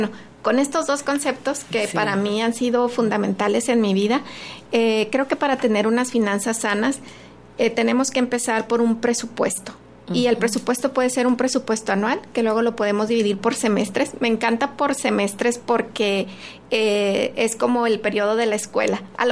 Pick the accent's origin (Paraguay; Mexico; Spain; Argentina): Mexico; Fíjate que estaba leyendo que los mexicanos ahorramos mucho